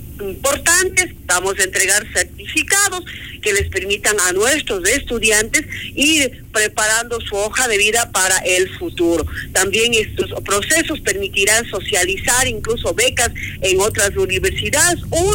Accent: Ecuador; como todos los ciudadanos ecuatorianos conocemos

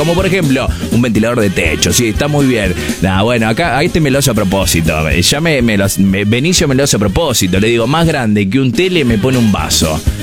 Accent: Argentina; yo soy argentino

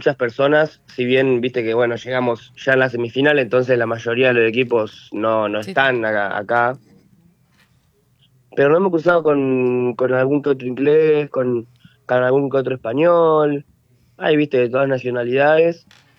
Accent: Argentina

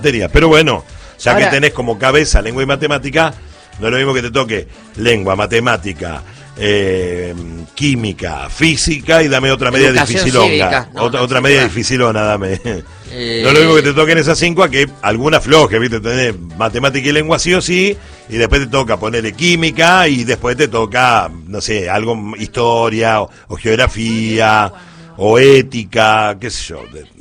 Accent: Argentina; Somos argentinos, los argentinos nos tocamos, nos abrazamos, nos palmeamos.

